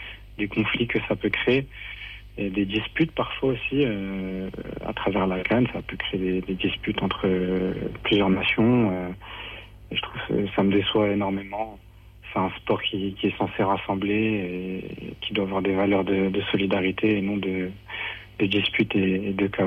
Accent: France; on est français aussi.

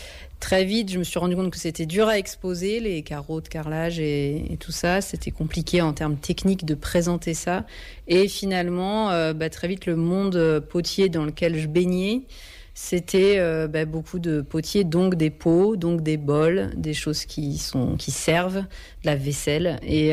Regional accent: Reims, Grand Est, France; moi, je suis originaire de Reims.

